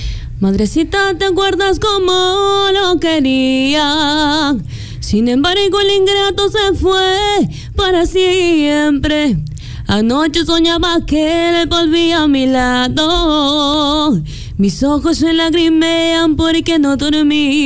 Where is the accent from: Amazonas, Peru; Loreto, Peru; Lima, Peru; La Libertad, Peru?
Lima, Peru; Yo vengo del rico San Juan del Urigancho